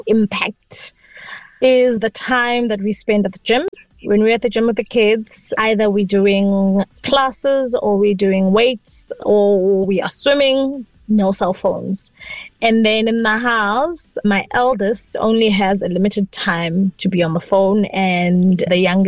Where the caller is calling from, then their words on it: Durban, KwaZulu-Natal, South Africa; I'm from the Bluff.